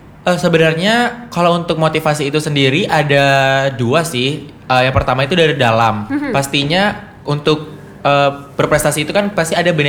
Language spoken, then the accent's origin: Indonesian; Natuna, Riau Islands, Indonesia; kita kan orang Natuna, kita itu dari ujung utara gitu, dari perbatasan